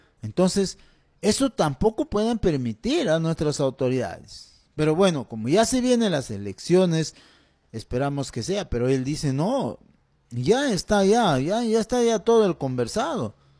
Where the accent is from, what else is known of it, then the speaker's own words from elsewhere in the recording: Pichanaki, Junín, Peru; yo también soy de Pichanaki.